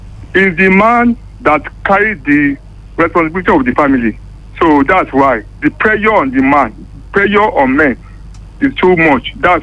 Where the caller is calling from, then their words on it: Akure, Ondo, Nigeria; I'm calling from Ologade Street.